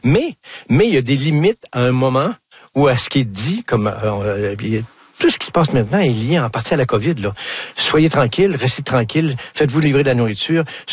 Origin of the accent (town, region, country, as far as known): Quebec, Canada; accent: Québécois